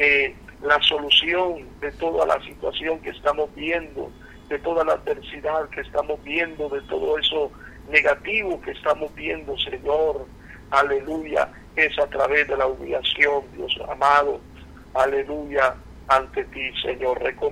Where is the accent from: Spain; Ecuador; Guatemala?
Guatemala; nuestro país, Guatemala